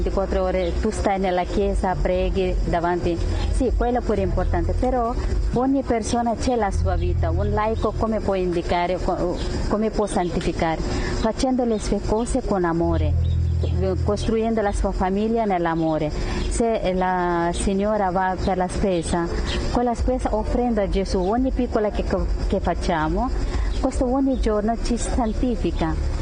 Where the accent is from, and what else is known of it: India; Italian is a second language; now in Italy